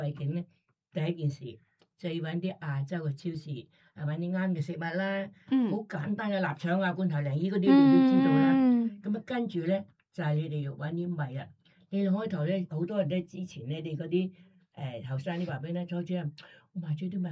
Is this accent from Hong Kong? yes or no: yes; Hong Kong; 特别我都系香港嚟嘅。